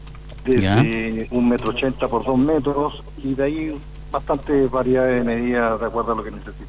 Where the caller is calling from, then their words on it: Chillán, Ñuble, Chile; De acá de Chillán